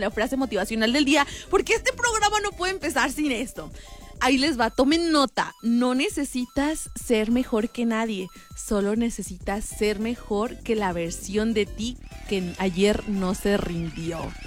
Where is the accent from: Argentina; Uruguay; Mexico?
Mexico; León, Guanajuato; soy de León.